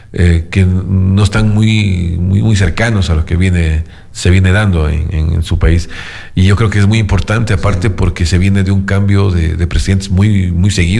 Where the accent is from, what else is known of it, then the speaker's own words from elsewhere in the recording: Loja, Ecuador; como lojanos, como ecuatorianos